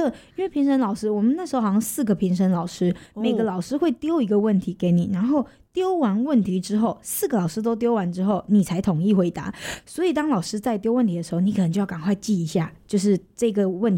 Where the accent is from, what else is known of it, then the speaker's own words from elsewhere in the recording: Taiwan; also born or lived in Australia; 因为我从小就生活在客庄，所以我生活的那个样子就是客家，可是我从来我不知道那个就是客家